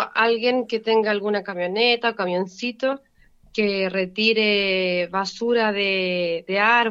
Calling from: Pelequén, O'Higgins, Chile; No, de acá de Pelequén.

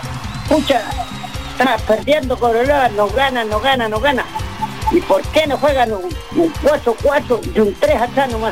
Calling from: Calama, Antofagasta, Chile; Yo vivo en Calama, son 23 años

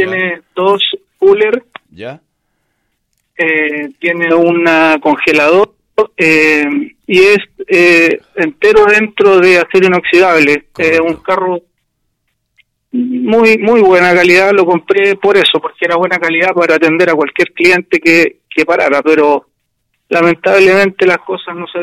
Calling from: Pelequén, O'Higgins, Chile; De acá, de Pelequén Viejo.

